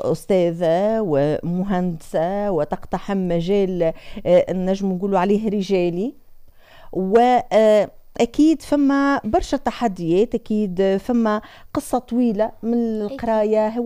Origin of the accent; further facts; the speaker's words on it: Tunisia; فرحانين إنه إحنا في تونس.